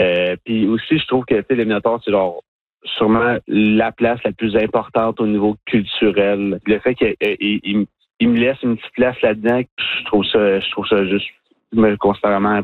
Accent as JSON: {"language": "French", "town": "Gatineau", "region": "Quebec", "country": "Canada", "said": "parce que je viens de Gatineau, fait que je vais voir mes amis, mon monde qui vont venir m'encourager"}